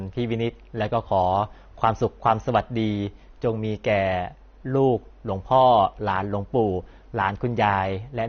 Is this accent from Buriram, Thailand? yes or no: yes; Buriram, Thailand; เกิดที่บุรีรัมย์โตที่บุรีรัมย